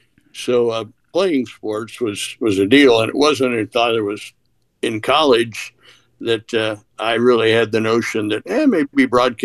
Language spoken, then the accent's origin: English; Bloomington, Illinois, United States; I grew up in Bloomington, Normal.